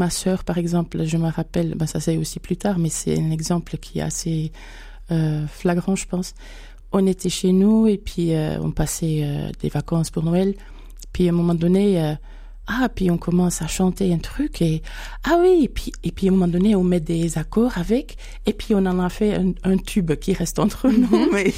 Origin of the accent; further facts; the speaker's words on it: Amsterdam, North Holland, Netherlands; now in Franche-Comté, France; J'ai grandi surtout avec ma mère à Amsterdam.